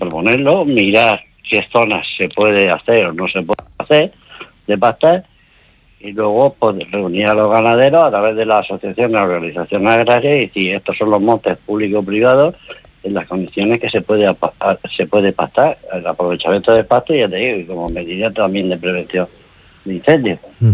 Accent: Andalusia, Spain; now in Region of Murcia, Spain; Yo no soy de aquí de la región de Murcia, pero llevo más de 60 años aquí en la región de Murcia. Yo provengo de la zona de Andalucía.

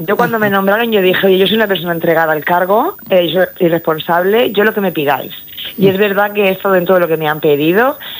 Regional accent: Region of Murcia, Spain; yo lo decía, digo, es que soy festera, es que soy murciana

